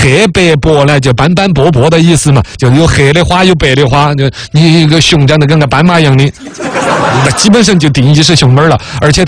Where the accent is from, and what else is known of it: China